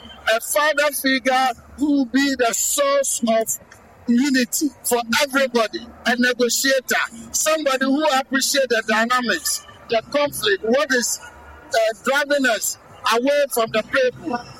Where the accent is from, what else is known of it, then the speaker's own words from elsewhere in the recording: Western Region, Ghana; Of course, I come from Amenti. I'm a proud Amenti man. So I have to let them establish the fact that I am an indigenous of this region.